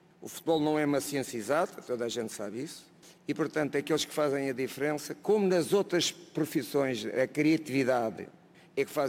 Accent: Portugal; Sou português, amo o meu país.

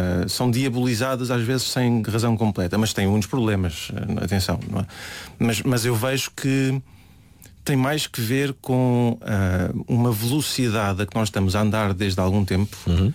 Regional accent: Sesimbra, Setúbal, Portugal; now in Lisbon, Portugal; Eu venho de Sesimbra de criação. Eu vim da Rua de São Bento. Moro aqui em Lisboa.

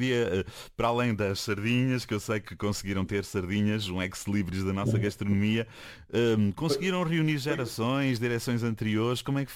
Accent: Lagos, Algarve, Portugal; E acho muito bem essa ligação com Lagos, porque é a minha terra natal.

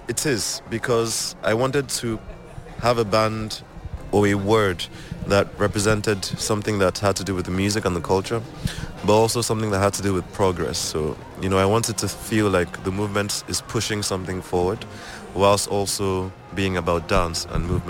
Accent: Lagos, Nigeria; So there's five of us from Lagos.

